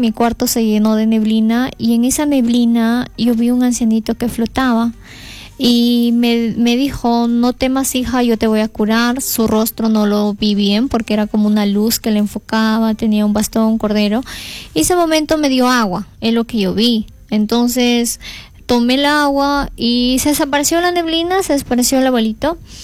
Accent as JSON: {"language": "Spanish", "region": "Cajamarca", "country": "Peru", "said": "soy de Cajamarca"}